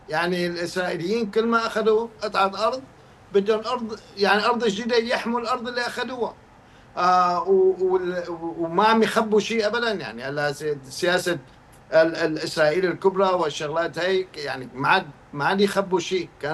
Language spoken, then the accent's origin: Arabic; Syria; now in United States; كسوريين امريكان صرنا 15 سنة عم نشتغل مع أعضاء الكونغرس والإدارة والوزارة الخارجية هون